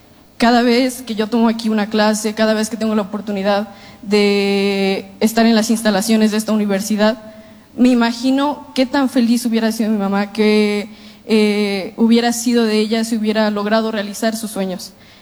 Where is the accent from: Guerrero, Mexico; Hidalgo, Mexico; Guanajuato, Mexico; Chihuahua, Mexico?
Hidalgo, Mexico; Atotonilco de Tula; Yo soy de Totonilco de Tula.